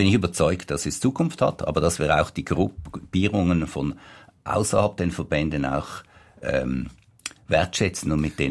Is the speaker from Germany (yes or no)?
no; Switzerland; Wachsen wir ja als Bevölkerung, als Schweizer Bevölkerung fast nicht mehr.